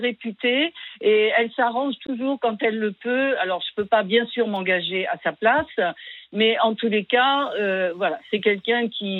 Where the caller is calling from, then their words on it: Sarlat-la-Canéda, Nouvelle-Aquitaine, France; moi je suis de Sarlat